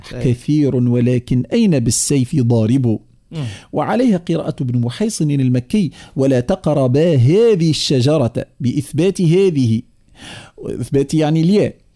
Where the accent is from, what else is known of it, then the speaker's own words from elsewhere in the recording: Tunisia; accent: Tunisian; ولهجتنا التونسية